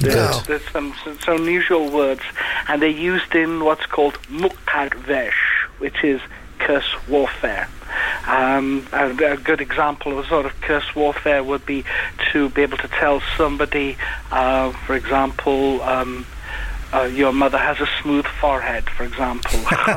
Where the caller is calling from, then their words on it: Wales, United Kingdom; It's actually North Wales.